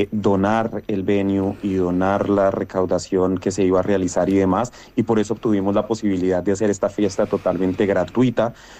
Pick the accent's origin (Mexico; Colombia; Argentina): Colombia; para tener un control de parte de nosotros como colombianos y pues de la Asociación de Colombianos